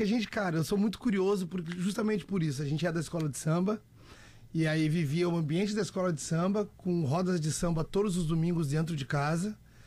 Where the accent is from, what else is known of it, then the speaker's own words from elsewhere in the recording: Viamão, Rio Grande do Sul, Brazil; Unidos de Vila Isabel de Viamão, de onde eu sou oriundo